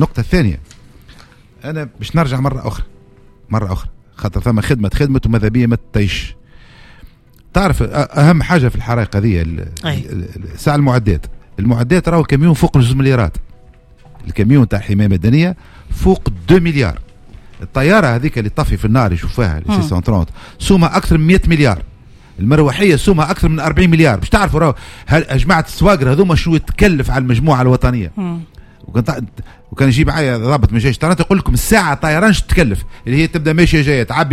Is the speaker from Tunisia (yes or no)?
yes; Tunisia; راهي بلادنا خضرة